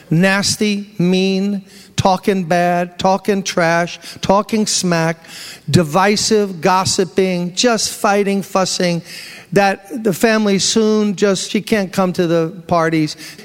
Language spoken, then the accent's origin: English; New York City, New York, United States; I'm from Brooklyn. I'm proud of my borough in a way